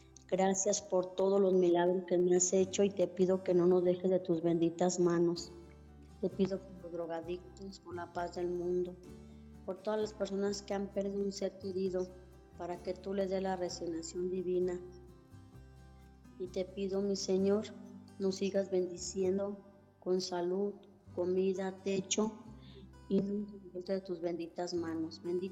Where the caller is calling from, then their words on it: Ocotlán, Jalisco, Mexico; hablo de Ocotlán, Jalisco.